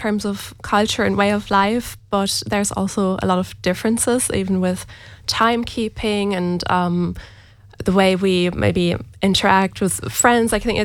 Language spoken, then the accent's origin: English; Münster, North Rhine-Westphalia, Germany; moved away as an adult; also born or lived in Ballina, Ireland; now in Galway, Ireland; I was born and raised in Germany, and then I moved to Ireland in 2019, and I was living in Ballina for years, and so I feel very connected to Mayo.